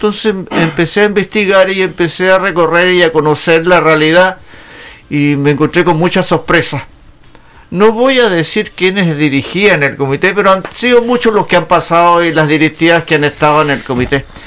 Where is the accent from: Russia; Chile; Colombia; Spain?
Chile; Hornopirén, Los Lagos; born there; moved away; cuando volví definitivamente a radicarme a mi pueblo